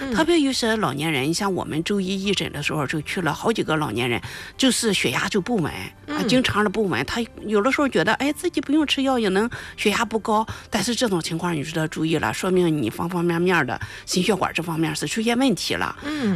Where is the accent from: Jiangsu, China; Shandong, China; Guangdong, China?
Shandong, China; 你比如说我们山东人会喜欢吃酱是吧